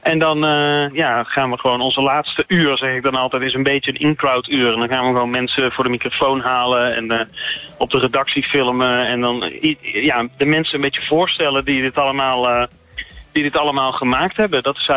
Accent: Tilburg, North Brabant, Netherlands; Ik kom uit Tilburg

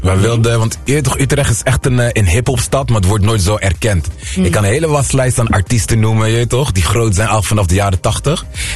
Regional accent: Aruba; born there

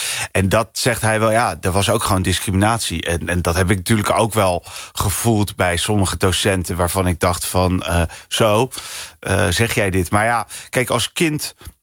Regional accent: Rotterdam, South Holland, Netherlands; Ja, ik ben een Rotterdammer.

